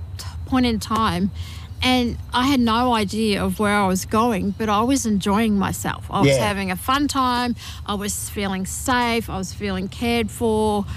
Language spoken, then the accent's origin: English; Mackay, Queensland, Australia; From those early days, growing up in Mackay, and then we moved around Queensland to outback regions and smaller towns.